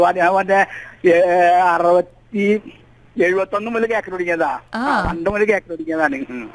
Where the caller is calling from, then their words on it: Pattolikkavu, Kerala, India; പട്ടോളിക്കാവ് K K പാലം.